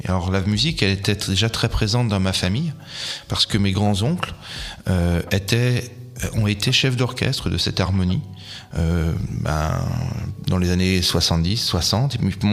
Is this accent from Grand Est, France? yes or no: yes; Troyes, Grand Est, France; also born or lived in Paris; moi, je suis né à Troyes. J'ai grandi à Troyes. J'ai fait mes écoles à Sainte-Savine, Saint-André, puis à nouveau à Sainte-Savine pour le lycée. Puis après, je suis parti un petit peu à Paris pour faire mes études.